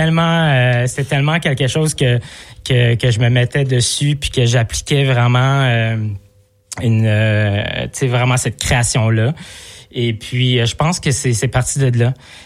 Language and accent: French; Laval, Quebec, Canada; now in Montreal, Canada; Ben moi, je suis né à Montréal et puis j'ai grandi à Laval. J'ai déménagé en 90 à Laval.